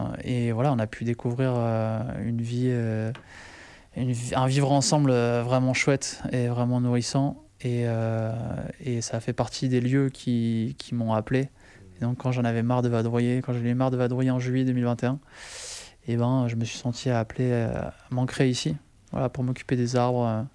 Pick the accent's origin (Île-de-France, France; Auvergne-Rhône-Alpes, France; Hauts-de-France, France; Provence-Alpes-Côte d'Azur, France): Hauts-de-France, France; moved away as an adult; now in southern France; j'ai grandi dans le Nord, mais un stage de fin d'études m'a amené à vivre en Charente